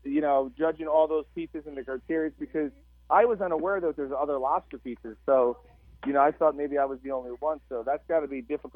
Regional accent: New York, United States; moved away as an adult; now in Alabama, United States; I grew up in New York.

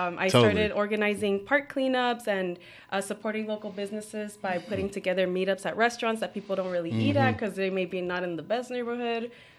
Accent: San Bernardino, California, United States; also born or lived in Bakersfield; I was born in Bakersfield, but moved out here to San Bernardino when I was around 5 years old.

